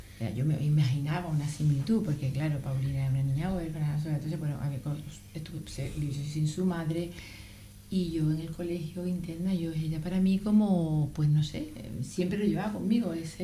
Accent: Vélez-Málaga, Andalusia, Spain; moved away; Yo soy del pueblo de María Zambrano

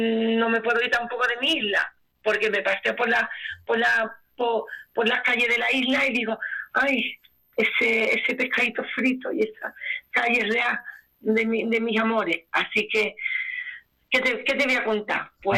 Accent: San Fernando, Andalusia, Spain; born there; now in Chiclana, Spain

